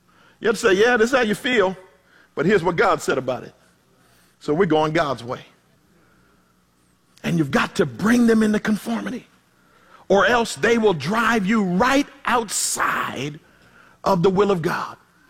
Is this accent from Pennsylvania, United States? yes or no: yes; Philadelphia, Pennsylvania, United States; born or raised there; now in California, United States